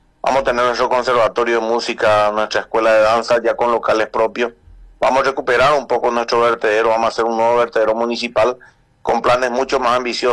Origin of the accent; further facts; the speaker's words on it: Carapeguá, Paraguarí, Paraguay; yo no me voy a cansar de pedir para mi pueblo